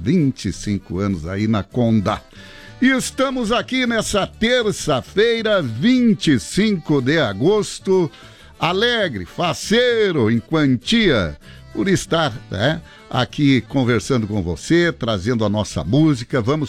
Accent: São Gabriel, Rio Grande do Sul, Brazil; moved away as an adult; now in Chapecó, Brazil; eu sou de São Gabriel, de Pago e de Querência, moro há mais de 40 anos em Chapecó, uma cidade que é uma querência amada, né? E acolhe a todos, e a gente diz com orgulho, né? Sou chapecoense.

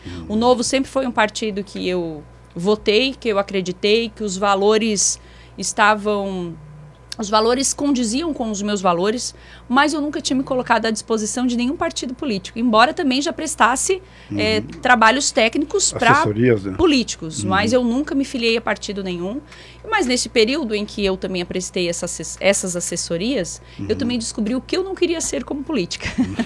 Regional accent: Araranguá, Santa Catarina, Brazil; eu sou da região, apesar de nascer em Araranguá, nunca saí da região para atuar em outras regiões, porque me sinto bem, gosto da minha região

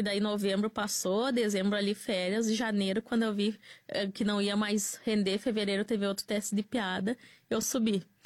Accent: Vacaria, Rio Grande do Sul, Brazil; moved away as an adult; also born or lived in Caxias do Sul; Eu sou de Vacaria, mas no contexto dessa história já em Caxias do Sul.

